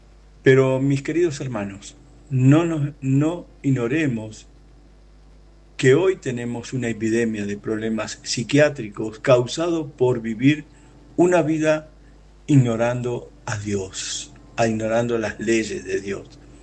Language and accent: Spanish; Argentina; soy de Argentina